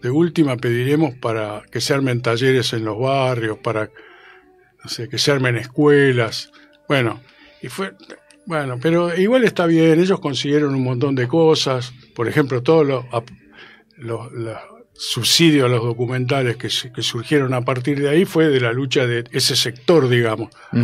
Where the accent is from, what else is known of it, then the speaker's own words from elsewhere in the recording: Lanús, Buenos Aires Province, Argentina; nosotros somos de Lanús y conocemos la zona